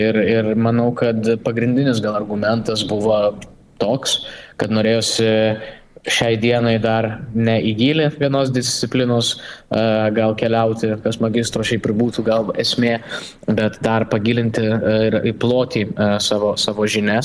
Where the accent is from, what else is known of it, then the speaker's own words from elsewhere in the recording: Vilnius, Vilnius County, Lithuania; Aš vilnietis esu